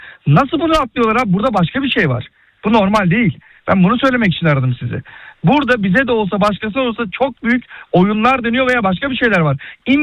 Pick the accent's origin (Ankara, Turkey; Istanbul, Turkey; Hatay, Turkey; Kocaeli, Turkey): Istanbul, Turkey; Beşiktaş; ben 1986 doğumluyum. Beşiktaş'ta doğdum, büyüdüm.